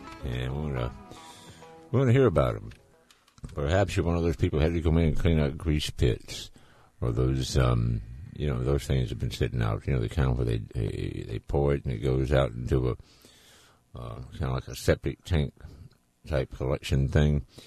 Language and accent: English; Laurel, Mississippi, United States; my hometown of Laurel, Mississippi